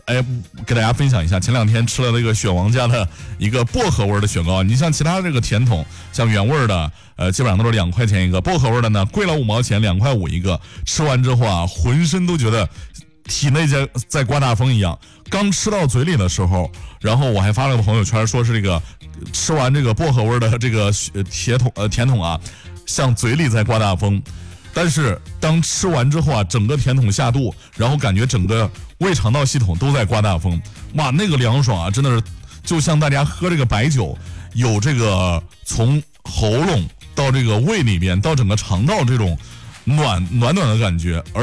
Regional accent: Zhengzhou, Henan, China; 更是我们郑州人从晨光熹微到暮色沉沉，从日常三餐到宴席盛典的一个情感归宿。

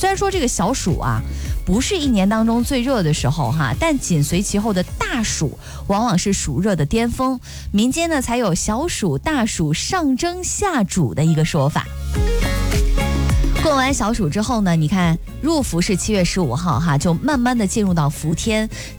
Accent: Henan, China; 咱河南人的餐桌上真的是少不了一些凉菜。

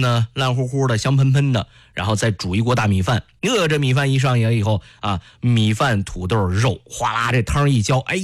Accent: Shandong, China; moved away; 平常我们老家啊，是山东啊

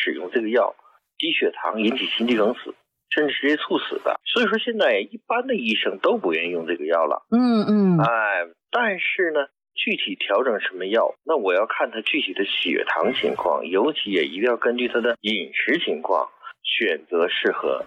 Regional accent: China; 我们中国人的习惯是什么？是以米面为主食。

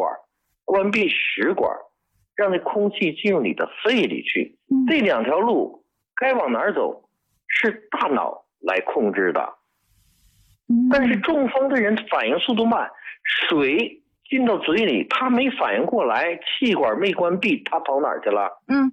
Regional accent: China; 我们中国人用针灸针砭

